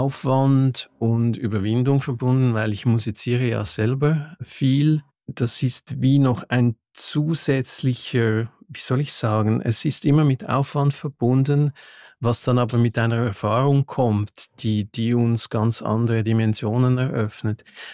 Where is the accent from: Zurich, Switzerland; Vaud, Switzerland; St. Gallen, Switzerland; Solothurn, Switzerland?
Vaud, Switzerland; Lausanne; first language French; German is a second language; Ich bin aus Lausanne, ich bin französisch aufgewachsen, das ist meine Fremdsprache hier.